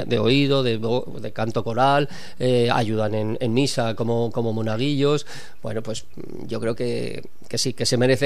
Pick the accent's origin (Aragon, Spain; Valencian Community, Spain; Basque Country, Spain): Aragon, Spain; Zaragoza; todos los que somos de Zaragoza, los tenemos metidos en la memoria infantil casi, ¿no?